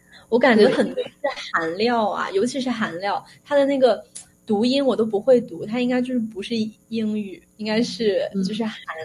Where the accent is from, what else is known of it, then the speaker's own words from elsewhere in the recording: Shandong, China; moved away; 我是山东人，